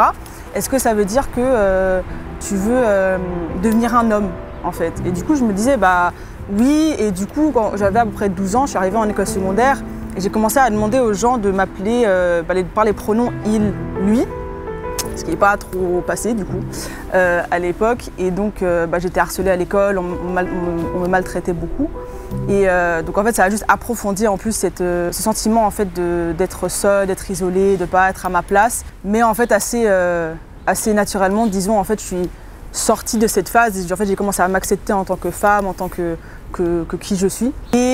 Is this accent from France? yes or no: no; England, United Kingdom; born or raised there; also born or lived in Switzerland